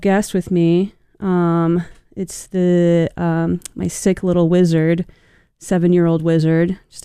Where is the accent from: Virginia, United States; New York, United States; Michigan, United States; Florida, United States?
Florida, United States; now in Chicago, United States; I'm from Florida. I'm trying to get away from that hot weather.